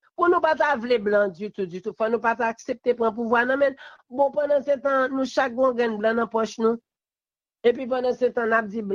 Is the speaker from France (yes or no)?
no; Haiti; Je ne crois pas que c'est seul président Aristide, en tant que haïtien seulement, que nous gagnons.